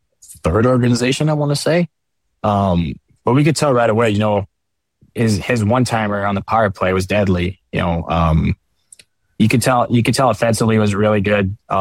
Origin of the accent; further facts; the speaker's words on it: Quebec, Canada; Yeah, I bought my house where I work out in summer. It's 30 minutes from my hometown. It's 20 minutes from Quebec City where my wife grew up.